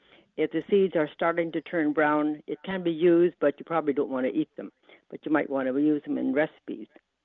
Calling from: Rosenort, Manitoba, Canada; From Rosenort.

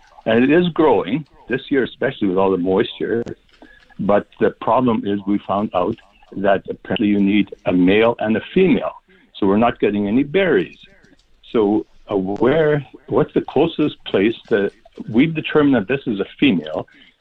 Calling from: Winnipeg, Manitoba, Canada; Actually, we live in East Kildonan, Winnipeg.

